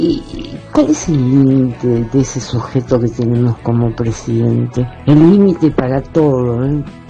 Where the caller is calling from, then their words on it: Buenos Aires, Argentina; de Colegiales.